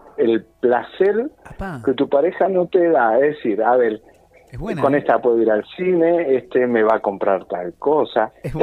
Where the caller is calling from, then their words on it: Godoy Cruz, Mendoza, Argentina; De Godoy Cruz te hablo.